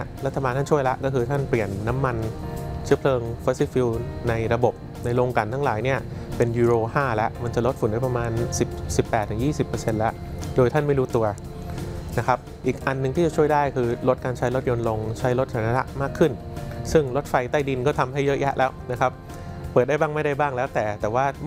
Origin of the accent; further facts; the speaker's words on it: Bangkok, Thailand; จริงๆแล้วเนี่ยเราเองคนกรุงเทพไม่ได้หมายความว่าเราจะยุ่งเฉพาะฝุ่นกรุงเทพนะ